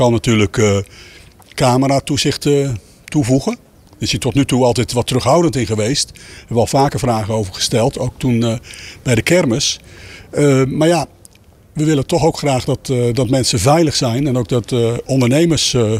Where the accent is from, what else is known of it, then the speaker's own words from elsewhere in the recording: Luttelgeest, Flevoland, Netherlands; Ook in ons dorp Luttelgeest, waar ik vandaan kwam, was van het voorjaar best veel rottigheid.